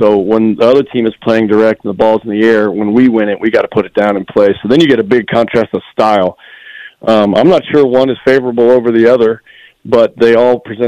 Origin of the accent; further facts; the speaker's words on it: Irving, Texas, United States; No knock on my hometown